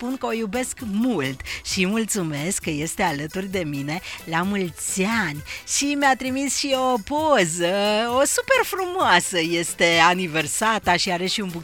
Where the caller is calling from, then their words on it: Codlea, Brașov County, Romania; din Codlea, din Brașov, și vă doresc o zi frumoasă